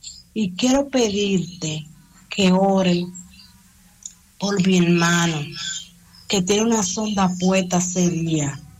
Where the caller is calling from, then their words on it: Villahermosa, Tabasco, Mexico; Yo soy de aquí de Villahermosa